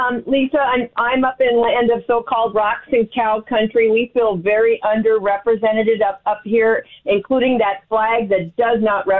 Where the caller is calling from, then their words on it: Minnesota, United States; We're not from Minneapolis. We're not Minneapolis. And I'm tired of telling people when I say I'm from Minnesota, but not Minneapolis.